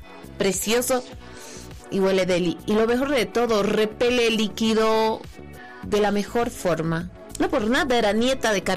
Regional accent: Potosí, Bolivia; como buenos potosinos, siempre llevamos el abrigo ahí.

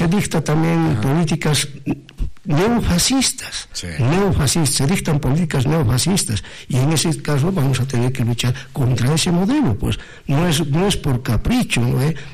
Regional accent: Bolivia; Muy costumbristas somos los bolivianos particularmente.

